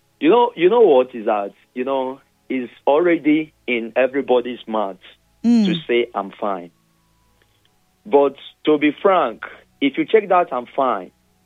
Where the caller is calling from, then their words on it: Nigeria; as a Nigerian